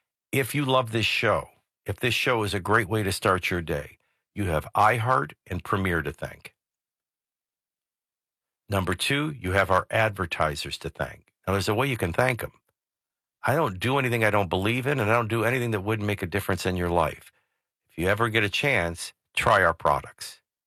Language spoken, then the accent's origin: English; New Orleans, Louisiana, United States; now in Nashville, United States; I'm from New Orleans.